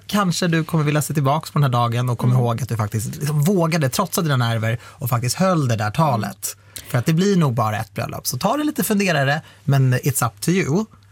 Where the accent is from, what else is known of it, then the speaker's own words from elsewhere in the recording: Iran; Ja, jag är ju iranier.